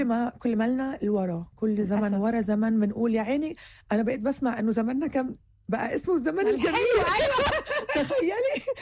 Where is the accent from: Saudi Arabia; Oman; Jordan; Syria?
Syria; now in Egypt; أنا طفولتي في سوريا بصي كانت أجمل طفولة في الدنيا